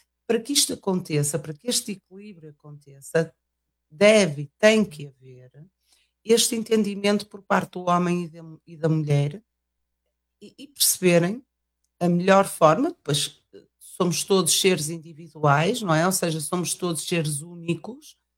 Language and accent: Portuguese; Portugal; now in Switzerland; Eu sou portuguesa, mas não vivo em Portugal. Vivo na Suíça há já quase 30 anos.